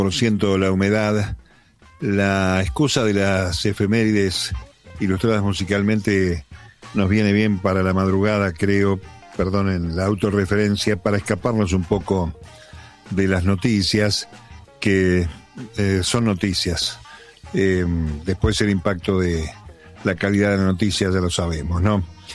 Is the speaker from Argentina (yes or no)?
yes; La Plata, Buenos Aires Province, Argentina; born there; sobre todo a los que nacimos en La Plata como él